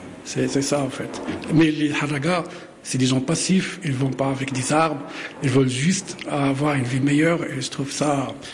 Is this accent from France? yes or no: no; Tangier, Tanger-Tetouan-Al Hoceima, Morocco; Cette œuvre, je l'ai fait par une expérience personnelle en grandissant à Tanger.